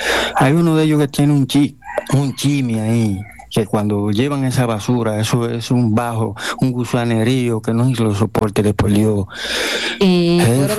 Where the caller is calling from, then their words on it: Santo Domingo Norte, Santo Domingo, Dominican Republic; te estoy llamando de Guaricano, Santo Domingo Norte.